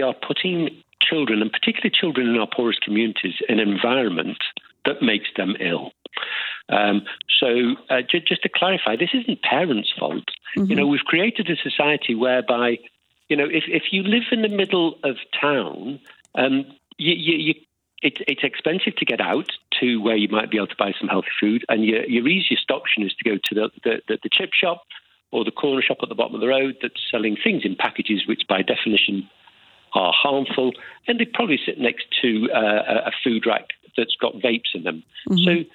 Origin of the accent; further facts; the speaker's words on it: Aberdeen, Scotland, United Kingdom; So I'm from Aberdeen, so I think Scotland, you know, need to put some local context on this.